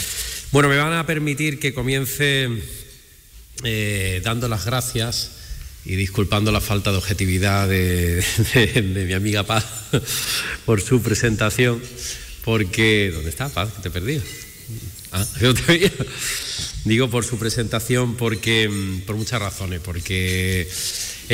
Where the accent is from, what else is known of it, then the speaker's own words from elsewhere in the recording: Málaga, Andalusia, Spain; porque soy malagueño, como todo el mundo sabe